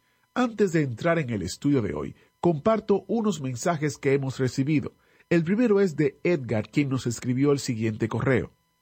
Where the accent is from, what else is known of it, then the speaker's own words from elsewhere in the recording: Guatemala; now in Hamilton, United States; Yo soy original de Guatemala, pero ya tengo 33 años viviendo en Estados Unidos de América. Vivo en New Jersey, en una ciudad que se llama Hamilton.